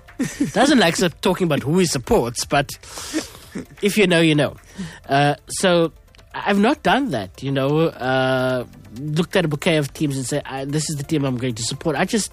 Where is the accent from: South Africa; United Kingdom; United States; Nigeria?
South Africa; There's this thing about just being South African that makes me feel I live in the best country in the world.